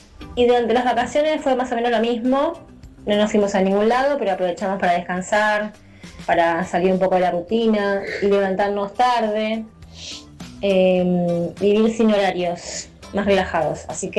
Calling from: José C. Paz, Buenos Aires Province, Argentina; de José Paz.

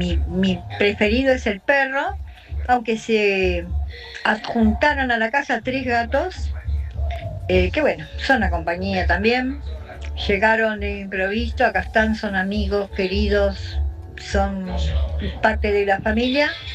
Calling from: La Reja, Buenos Aires Province, Argentina; de La Reja Grande Moreno.

